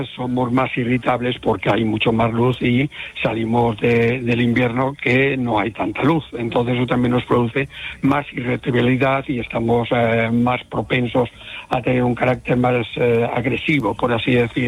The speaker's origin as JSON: {"language": "Spanish", "region": "Galicia", "country": "Spain", "said": "Como buen gallego voy allí."}